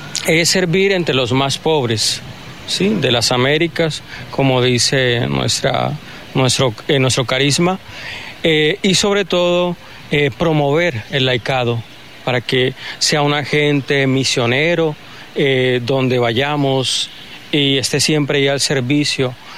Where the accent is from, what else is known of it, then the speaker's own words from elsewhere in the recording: Ocaña, Norte de Santander, Colombia; now in La Estrella, Colombia; Y soy de Ocaña, norte de Santander, nororiente de Colombia, ahí cerca a Venezuela, y estoy en este momento en una casa de nuestra congregación, ahí en la Estrella Antioquia.